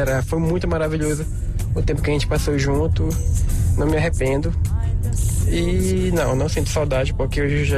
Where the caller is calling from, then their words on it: Manaus, Amazonas, Brazil; Só vou dizer que sou aqui de Manaus.